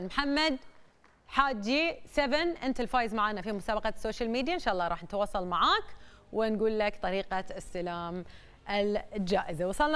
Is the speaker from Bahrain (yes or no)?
yes; Bahrain; إحنا كبحرينيين